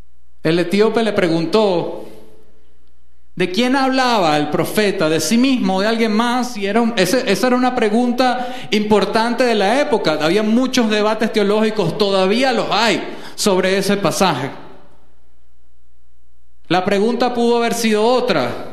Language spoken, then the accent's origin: Spanish; Venezuela; Como venezolanos tenemos muchos traumas en común acumulados